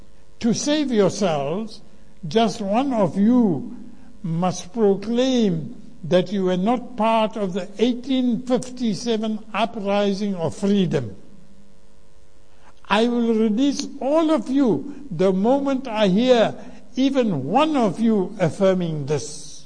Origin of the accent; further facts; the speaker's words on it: South Africa; I'm from South Africa, and that is why I speak English. I'm not a Pakistani.